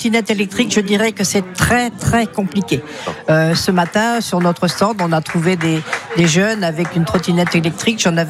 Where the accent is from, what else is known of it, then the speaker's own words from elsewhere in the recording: Normandy, France; Alors chez nous, en Normandie